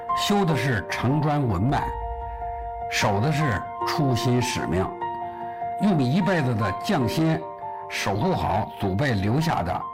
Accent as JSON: {"language": "Chinese", "region": "Beijing", "country": "China", "tie": "born or raised there", "said": "我本身是出生在怀柔土生土长，"}